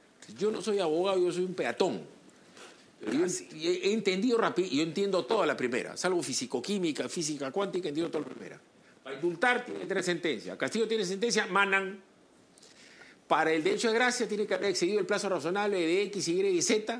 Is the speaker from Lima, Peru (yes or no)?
yes; Lima, Peru; nosotros somos limeños, en buen romance.